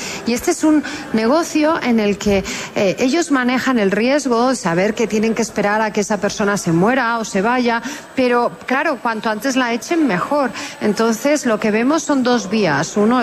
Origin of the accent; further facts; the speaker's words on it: Madrid, Community of Madrid, Spain; Yo soy de Madrid, pues Madrid para los madrileños y Sevilla para los sevill